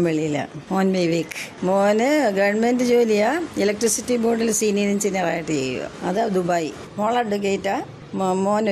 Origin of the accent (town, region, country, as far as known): Pattazhi, Kerala, India; moved away